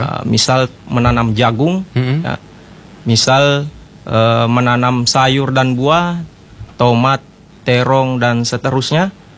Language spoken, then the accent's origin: Indonesian; Sulawesi, Indonesia; Kami orang Sulawesi